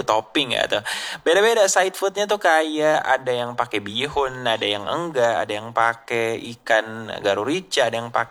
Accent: Ternate, North Maluku, Indonesia; di kampungku di Sosio

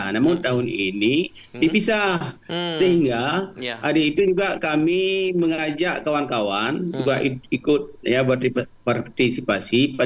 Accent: Aceh, Indonesia

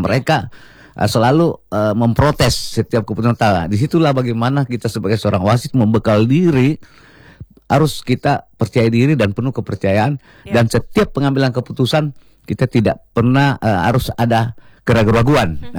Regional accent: Makassar, South Sulawesi, Indonesia; born there; moved away; also born or lived in Kendari; Ya, saya lahir di Kota Makassar dan pada tahun 1972 ya, 72 awal, 71 akhir kalau nggak salah itu kami hijrah dari Makassar ke Kendari karena kebetulan orang tua saya, ibu saya itu orang Kendari ya.

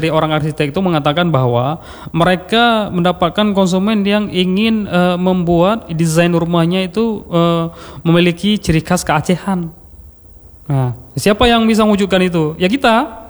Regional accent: Aceh, Indonesia

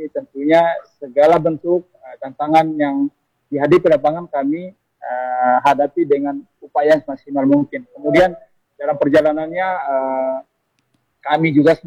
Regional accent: Flores, East Nusa Tenggara, Indonesia

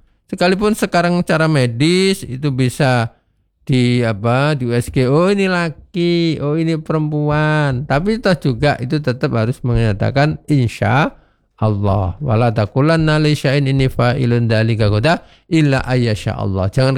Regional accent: Timor-Leste; also born or lived in Java; Contoh misalkan saya ini kan lahir di Jawa, Mbak Listia ya. Kemudian remaja di timur-timur. Nah, sekarang tua di sini ya.

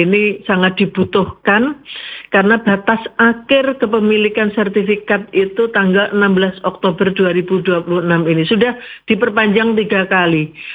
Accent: Jember, East Java, Indonesia; kita semua sebagai warga Jember

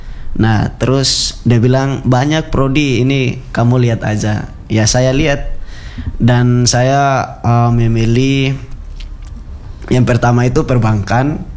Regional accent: Bacan, Kasiruta Island, North Maluku, Indonesia; born there; moved away; Kalau saya aslinya dari Bacan.

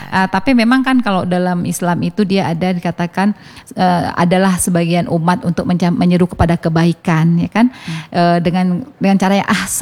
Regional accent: North Sumatra, Indonesia; kalau kami orang Batak ini kan kau itu biasa, ya kan?

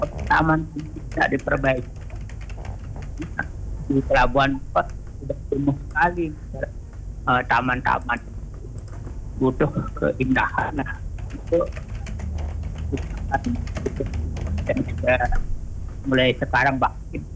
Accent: Buleleng, Bali, Indonesia; born there; saya lahir di Buleleng, sampai ya dapat mengalami 3 tahun di Buleleng. Dulu saya dari tahun 8 sampai 2017.

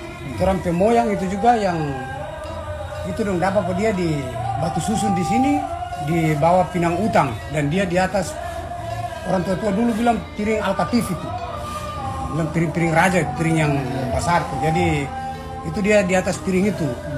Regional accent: Weda, North Maluku, Indonesia; sejarah untuk dulu-dulu ini so mencatat bahwa kita orang Weda ini kan dia beda dengan petani dengan maba.

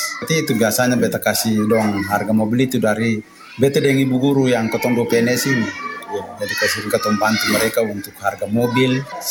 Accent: Maluku, Indonesia; ketua sebagai orang Aru

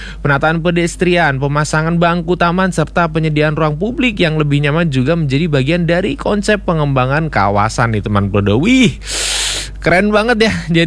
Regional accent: Singaraja, Bali, Indonesia; kita sebagai warga Singaraja, warga Buleleng

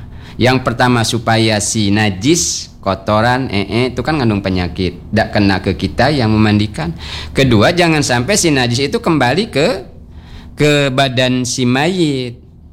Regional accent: Bangka Belitung Islands, Indonesia; kita orang Bangka

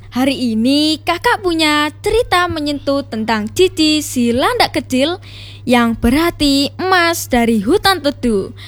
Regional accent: Malang, East Java, Indonesia; bersekolah di SMPK Santa Maria 2 Malang. … berasal dari Malang.

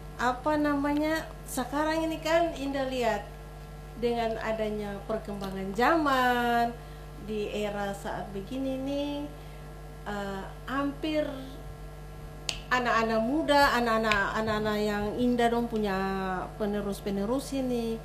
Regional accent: Maluku, Indonesia; katong sebagai anak Maluku

